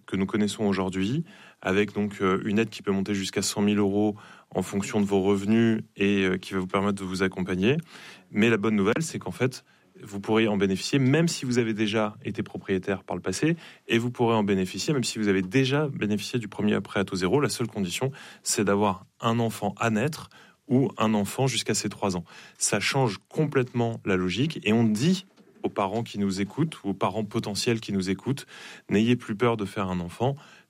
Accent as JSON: {"language": "French", "country": "France", "tie": "born or raised there", "said": "Moi, je suis un enfant du logement social. J'ai grandi justement dans Bar HLM, dans la ville dont j'ai eu la chance d'être maire plus tard."}